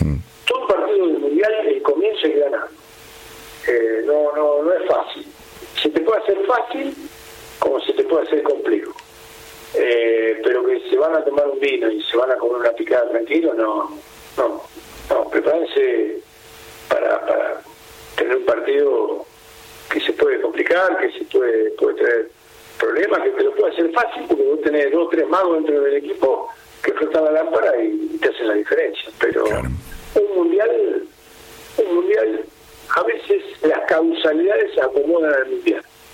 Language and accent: Spanish; Argentina